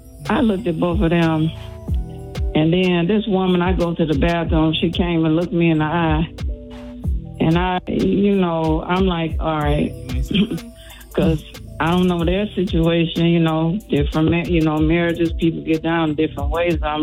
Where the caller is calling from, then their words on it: Michigan, United States; I'm calling from Michigan.